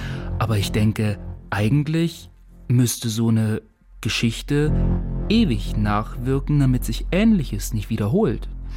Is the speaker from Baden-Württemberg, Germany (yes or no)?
no; Weißenfels, Saxony-Anhalt, Germany; war ihr Schulfreund aus Weißenfels, wir stammen aus Weißenfels